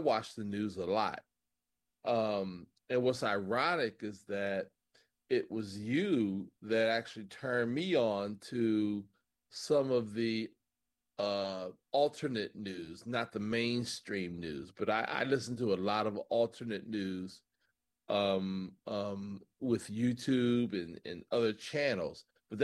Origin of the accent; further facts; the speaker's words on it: Buffalo, New York, United States; also born or lived in Maryland; I know that when I grew up in Buffalo and then later on in Maryland, and then even when I came to Howard University